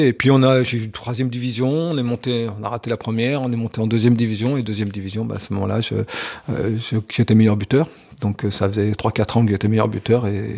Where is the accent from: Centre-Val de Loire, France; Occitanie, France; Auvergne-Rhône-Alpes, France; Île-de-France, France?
Auvergne-Rhône-Alpes, France; Alors ça s'appelait le FJEP en Billy, c'est mon petit village où je suis né en Haute-Savoie.